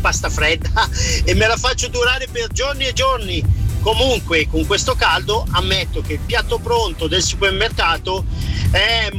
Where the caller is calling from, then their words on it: Lombardy, Italy; da Cassina.